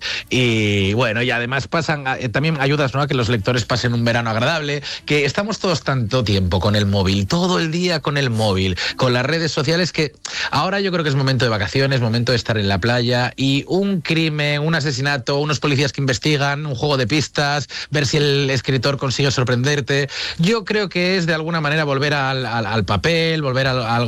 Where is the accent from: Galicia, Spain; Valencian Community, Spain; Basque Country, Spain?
Galicia, Spain; Vigo; born there; now in Madrid, Spain; que yo vivo en Madrid y nací en Vigo, son dos ciudades que conozco a la perfección.